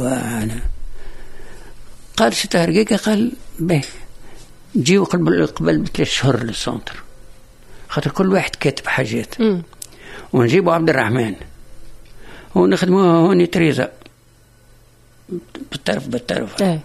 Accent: Tunisia; احنا ساعه كنا من تونس

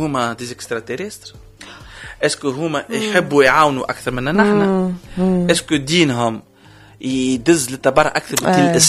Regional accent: Tunisia; نحن التماسك الاسري مازال عندنا في تونس

